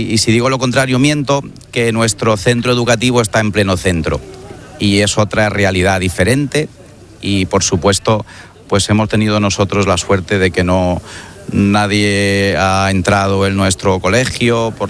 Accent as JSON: {"language": "Spanish", "town": "Palencia", "region": "Castile and León", "country": "Spain", "moved": "yes", "lives_now": "Ceuta, Spain", "said": "Yo, como todo el mundo sabe, soy de Palencia con P."}